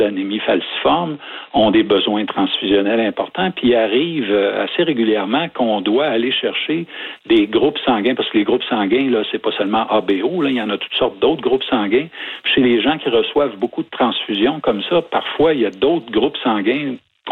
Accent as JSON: {"language": "French", "country": "Canada"}